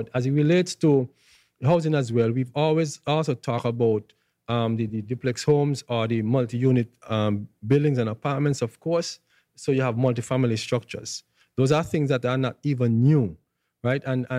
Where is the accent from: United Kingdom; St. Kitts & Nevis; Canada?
St. Kitts & Nevis; I'm from St. Kitts.